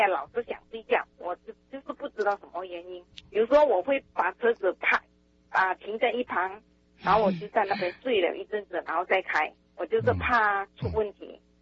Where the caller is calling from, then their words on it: Vancouver, British Columbia, Canada; Chinese is a second language; 我的国语讲的不是这么好。